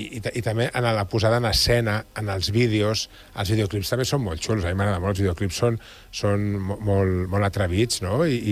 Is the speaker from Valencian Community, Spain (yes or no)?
no; L'Hospitalet de Llobregat, Catalonia, Spain; Jo soc d'Hospitalet, no? Ja l'hi deia abans a la Carme, no? I un punt flamenquillo d'Hospitalet també el porto.